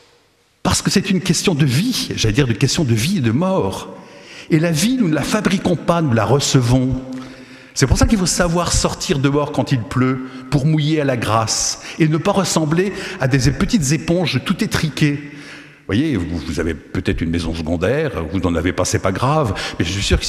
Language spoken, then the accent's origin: French; Nantes, Pays de la Loire, France; Moi, je suis Nantais d'origine. Tous les Nantais sortent dans la rue quand il pleut parce que ça fait du bien, n'est-ce pas?